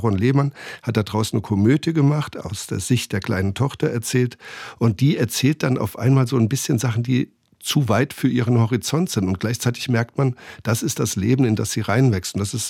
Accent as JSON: {"language": "German", "region": "Hunsrück", "country": "Germany", "said": "Und ich komme selbst aus der Gegend"}